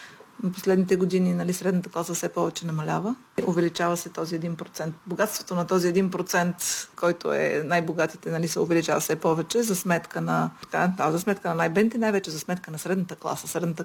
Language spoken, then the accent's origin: Bulgarian; Blagoevgrad, Blagoevgrad Province, Bulgaria; moved away as an adult; now in Dallas, United States; Ами, родена съм си тук, в Благоевград. От Благоевград съм, но вече от 30 години живеем в Тексас.